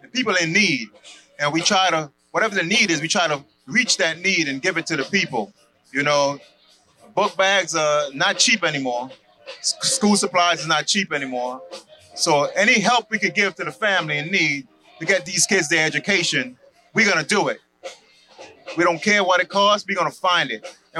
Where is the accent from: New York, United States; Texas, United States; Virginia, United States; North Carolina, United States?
New York, United States; moved away; New York, the Bronx.